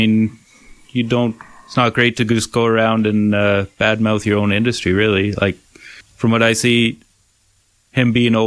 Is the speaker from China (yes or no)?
no; Southgate, Ontario, Canada; I am from a dairy farm in the old Proton Township, so Southgate.